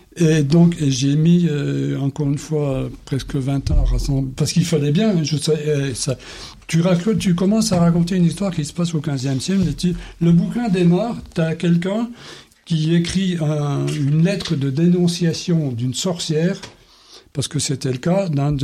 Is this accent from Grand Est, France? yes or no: yes; Grand Est, France; moved away; là-bas, dans mon bled des Vosges, mon trou du cul du monde de là-bas.